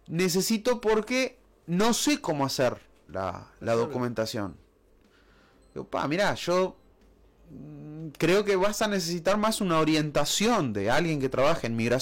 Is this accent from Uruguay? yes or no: yes; Uruguay; Y claro, a mí me indigna como uruguayo.